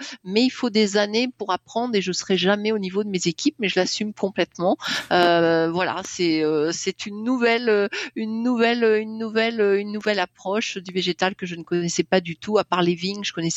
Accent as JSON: {"language": "French", "region": "Centre-Val de Loire", "country": "France", "said": "Moi, j'avais des racines agricoles ou plutôt viticoles, donc je connais le monde de la terre. Nous, on est de la Touraine."}